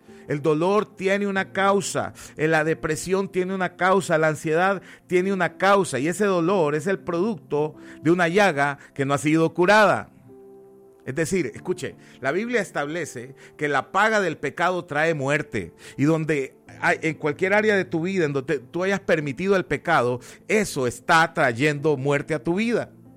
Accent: Honduras; moved away; nosotros como nación, Honduras, porque soy hondureño, aunque vivo en otro país

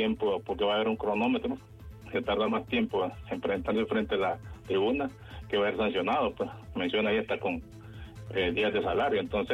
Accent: Honduras; born there; todos los que somos hondureños de corazón, yo me siento feliz de haber nacido aquí en Honduras, soy súper feliz de aquí en mi país

